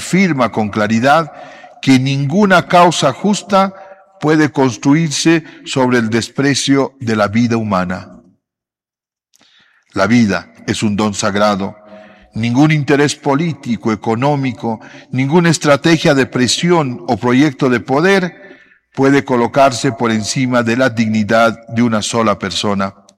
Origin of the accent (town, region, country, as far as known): Bolivia